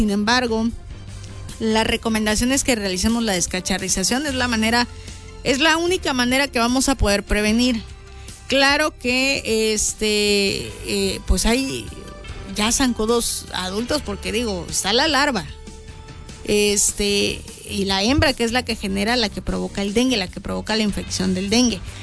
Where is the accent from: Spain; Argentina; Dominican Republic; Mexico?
Mexico